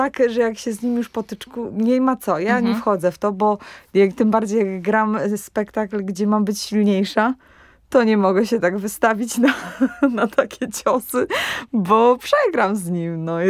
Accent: Łódź, Łódź Voivodeship, Poland; jestem z Jaracza, jestem stąd.

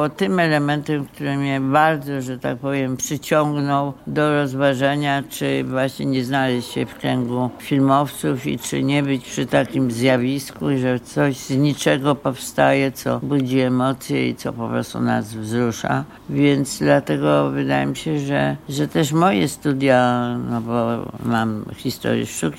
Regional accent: Kraków, Lesser Poland, Poland; born there; also born or lived in Łódź; now in Warsaw, Poland; pomimo że się urodziłam w Krakowie, mieszkam oczywiście na stałe w Warszawie, to miałam jednak też tu początki łódzkie.

